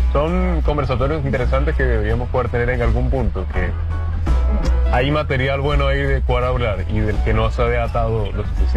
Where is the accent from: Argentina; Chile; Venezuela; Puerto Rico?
Venezuela; Maracaibo, Zulia; yo nací en Maracaibo, parroquia Cacique Mara, Clínica Sagrada Familia, para ser exacto. Un 15 de diciembre del 95, hace unos años.